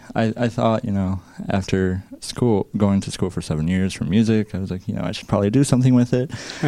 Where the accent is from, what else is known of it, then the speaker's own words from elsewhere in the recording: Milwaukee, Wisconsin, United States; Well, I'm from Milwaukee, Wisconsin.